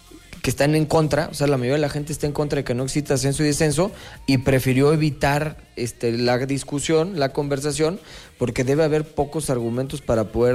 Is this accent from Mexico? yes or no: yes; Querétaro, Mexico; de todos los que somos ciudadanos queretanos